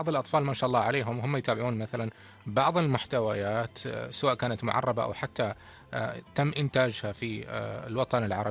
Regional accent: Oman; accent: Omani; بلهجتنا العمانية

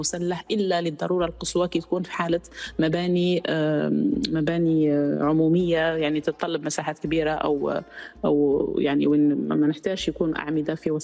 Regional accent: Algeria; مثلا عندنا في الجزائر في المناطق الصحراوية في هناك قوانين خاصة للبناء في المناطق الصحراوية

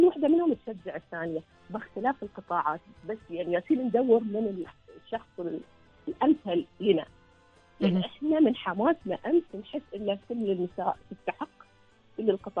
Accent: Oman; أنا لما أطلع ومثل عمان أنا أفتخر إني عمانية

